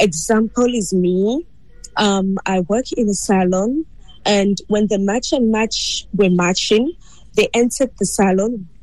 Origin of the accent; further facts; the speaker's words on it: South Africa; English is a second language; I grew up here in South Africa. My grandmother was a teacher here in South Africa, and I stayed with her. So I grew up here in South Africa. I didn't grow up in Ghana.